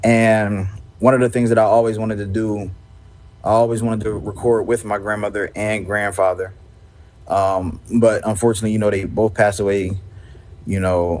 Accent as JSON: {"language": "English", "town": "Camden", "region": "New Jersey", "country": "United States", "tie": "born or raised there", "said": "Cherry Street being a street that I grew up on in Camden, New Jersey."}